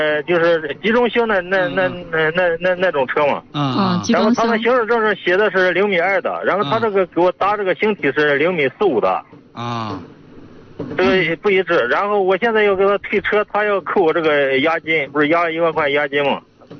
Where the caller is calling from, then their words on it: Jishan, Shanxi, China; 我是在运河稷山的。